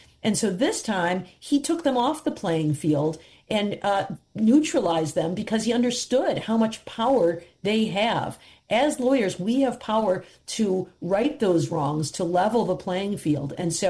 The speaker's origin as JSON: {"language": "English", "region": "Michigan", "country": "United States", "tie": "born or raised there", "said": "We've done that in my home state of Michigan with a ballot initiative that created an independent citizens redistricting committee."}